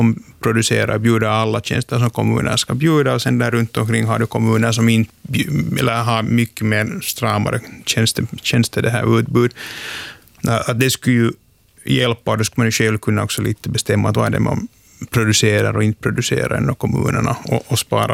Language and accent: Swedish; Pori, Satakunta, Finland; jag är själv från Björneborg